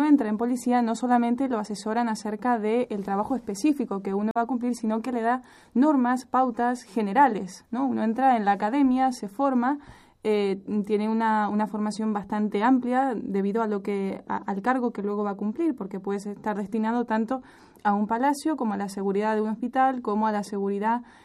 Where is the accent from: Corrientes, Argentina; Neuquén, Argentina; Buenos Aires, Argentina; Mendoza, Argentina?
Buenos Aires, Argentina; born there; yo soy argentina, nací en Buenos Aires, tengo 25 años y a los 19 años entré en policía.